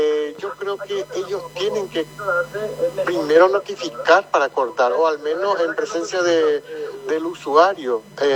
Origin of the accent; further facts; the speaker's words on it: Ciudad del Este, Alto Paraná, Paraguay; Yo soy de Ciudad del Este.